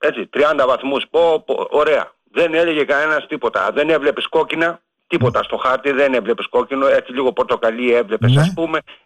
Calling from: Germany; από Γερμανία.

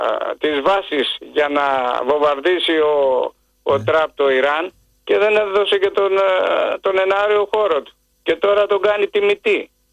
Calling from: Nikaia, Attica, Greece; από τη Νίκαια

